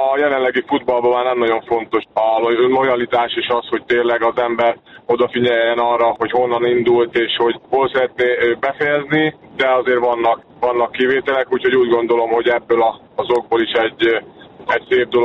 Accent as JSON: {"language": "Hungarian", "country": "Hungary", "said": "Megmondom őszintén, én magyarként büszke vagyok rá"}